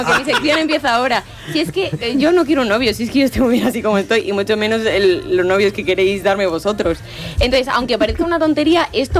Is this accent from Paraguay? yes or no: no; Salamanca, Castile and León, Spain; soy salmantina.